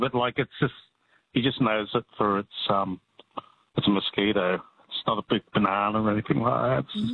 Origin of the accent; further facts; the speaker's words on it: Mayfield, New South Wales, Australia; when you go up to Maitlands, I'm from Mayfield, there's a big mosquito.